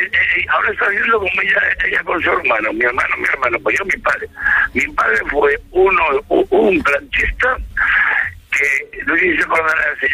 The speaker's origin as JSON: {"language": "Spanish", "town": "Gallur", "region": "Aragon", "country": "Spain", "tie": "born or raised there"}